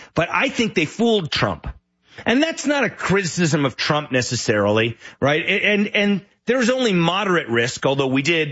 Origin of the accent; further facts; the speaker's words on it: Denver, Colorado, United States; from Denver, in for the awesome guy Benson